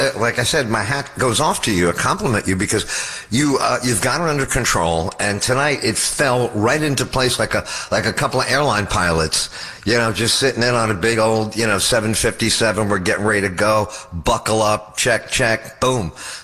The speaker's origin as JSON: {"language": "English", "region": "New York", "country": "United States", "tie": "born or raised there", "said": "they're shot on location in my hometown up there, NY."}